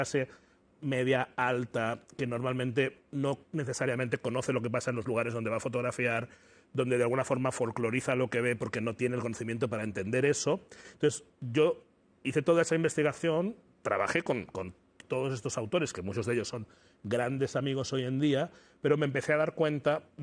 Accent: Barcelona, Catalonia, Spain; siempre había estado en Barcelona, en la ciudad.

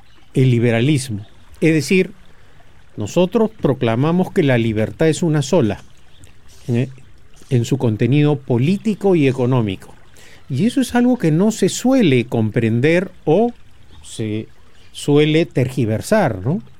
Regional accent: Peru; vamos a participar en las elecciones regionales y municipales que se realizan pronto en mi país.

